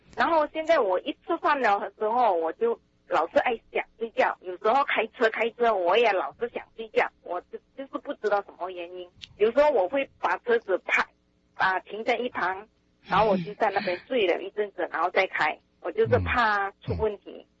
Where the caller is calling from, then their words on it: Vancouver, British Columbia, Canada; Chinese is a second language; 我的国语讲的不是这么好。